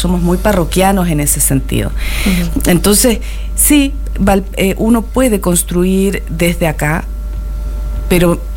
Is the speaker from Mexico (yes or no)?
no; Valparaíso, Chile; nuestra esencia como porteños